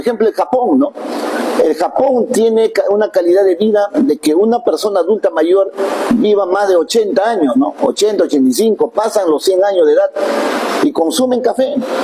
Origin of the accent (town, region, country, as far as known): Peru